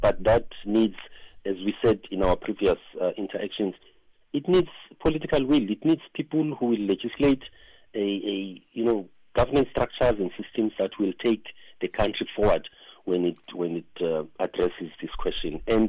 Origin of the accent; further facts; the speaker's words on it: Johannesburg, Gauteng, South Africa; now in Cape Town, South Africa; When I grew up as a child, I grew up in Soweto